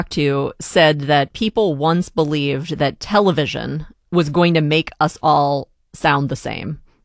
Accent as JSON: {"language": "English", "town": "Pittsburgh", "region": "Pennsylvania", "country": "United States", "tie": "born or raised there", "accent": "Pittsburgh", "said": "I got my start in Pittsburgh, which is where I was born and raised. But I worked hard to get rid of my Pittsburgh accent when I'm speaking on the radio."}